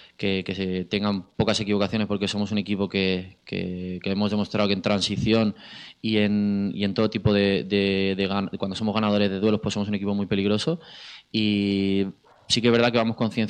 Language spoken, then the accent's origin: Spanish; Catalonia, Spain; moved away as an adult; now in Andalusia, Spain; hasta los 18 viví allí, soy catalán, tengo mucha familia allí